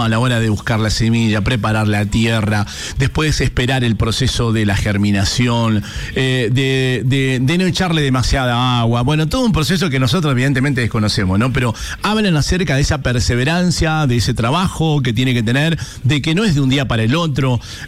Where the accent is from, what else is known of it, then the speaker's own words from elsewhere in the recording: Mendoza, Argentina; acá como mendocinos